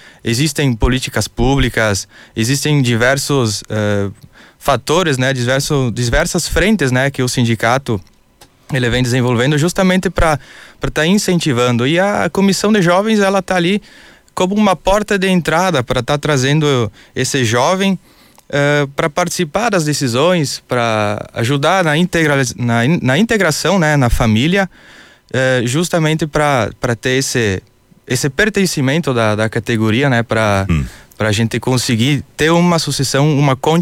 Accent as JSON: {"language": "Portuguese", "town": "União da Serra", "region": "Rio Grande do Sul", "country": "Brazil", "said": "Eu que venho lá de Unindo da Serra, dá para se dizer o primeiro município da Regional Serra do Alto Taquari, ou o último, né, olhando daqui para cima."}